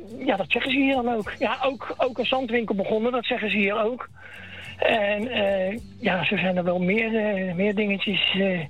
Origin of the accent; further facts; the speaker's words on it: The Hague, South Holland, Netherlands; Ja, kijk, ik ben geboren en getogen in Daagse Schilderswijk. En ik zal nooit mijn afkomst van verlogenen.